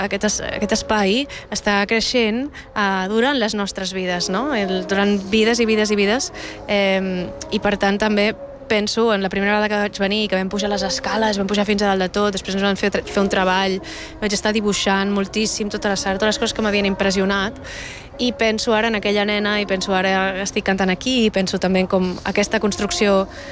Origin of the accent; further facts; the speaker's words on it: Badalona, Catalonia, Spain; tot i que sóc de Badalona, em sento molt barcelonina.